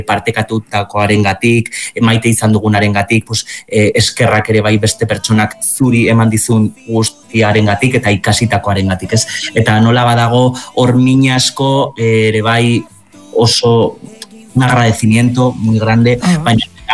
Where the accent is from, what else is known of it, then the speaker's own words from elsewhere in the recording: Zubiri, Navarre, Spain; Bai, bueno, ni Zubirikoa naiz